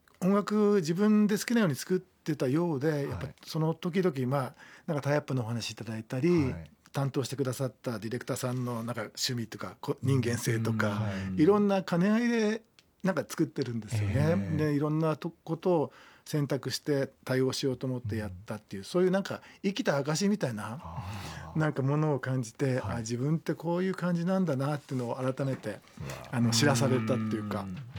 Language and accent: Japanese; Kumagaya, Saitama, Japan; 地元の、はい、まあ、熊谷市